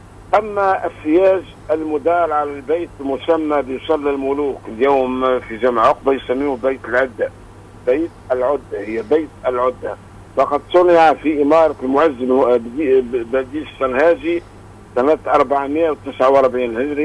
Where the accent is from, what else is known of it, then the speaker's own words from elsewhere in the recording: Tunisia; بلادنا تونس